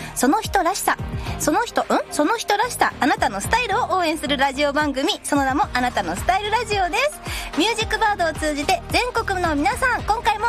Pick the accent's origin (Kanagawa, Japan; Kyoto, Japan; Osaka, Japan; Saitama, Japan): Saitama, Japan; Sayama; もともと私も狭山市出身なので、はい、美味しい狭山茶でここまで大きくなったんですけど